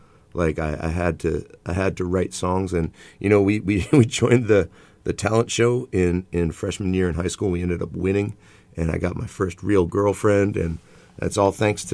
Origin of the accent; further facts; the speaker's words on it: Cromwell, Connecticut, United States; I grew up in Cromwell.